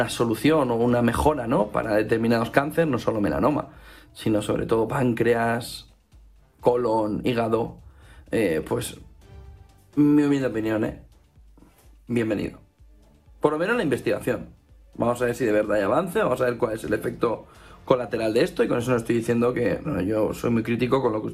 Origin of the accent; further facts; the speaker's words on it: Alicante, Valencian Community, Spain; En Alicante, en mi tierra, es pan de todos los días, de todos los veranos.